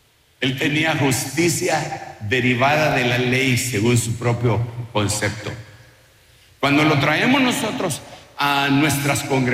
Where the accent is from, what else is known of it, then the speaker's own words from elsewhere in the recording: Guatemala; moved away; Ahí en mi tierra hay un lugar que se llama Esquipulas